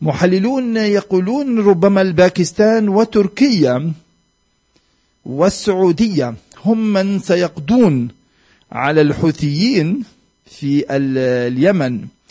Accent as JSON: {"language": "Arabic", "country": "Palestine", "said": "بنا كفلسطينيين"}